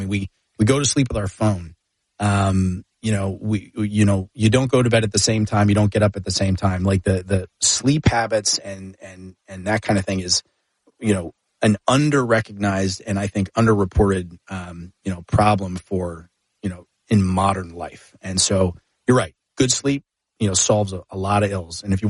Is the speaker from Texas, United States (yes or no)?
yes; Dallas, Texas, United States; born or raised there